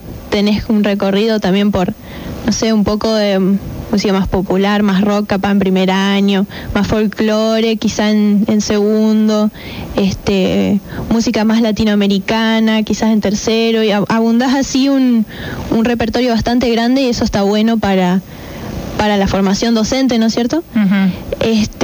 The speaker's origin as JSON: {"language": "Spanish", "town": "María Grande", "region": "Entre Ríos", "country": "Argentina", "tie": "born or raised there", "moved": "as an adult", "lives_now": "Paraná, Argentina", "said": "Nacida y criada en María Grande."}